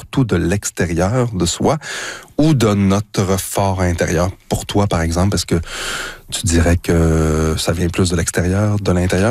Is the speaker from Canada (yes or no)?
yes; Drummondville, Quebec, Canada; si je retourne à Drummondville, là où j'ai grandi, pour faire le même exercice de flânerie mémorielle